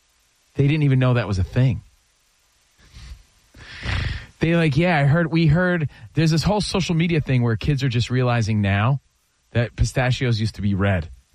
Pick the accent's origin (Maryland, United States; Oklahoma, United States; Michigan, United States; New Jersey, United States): New Jersey, United States; Oh, well, I'm from Jersey, that's why.